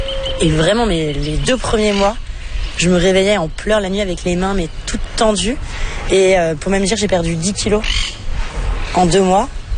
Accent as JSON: {"language": "French", "country": "France", "said": "Il n'y avait encore personne qui s'était installé en Argentine pour faire ça en tant que Français."}